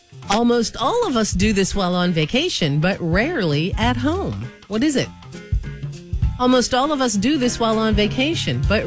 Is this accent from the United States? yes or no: yes; Pittsburgh, Pennsylvania, United States; I grew up in Pittsburgh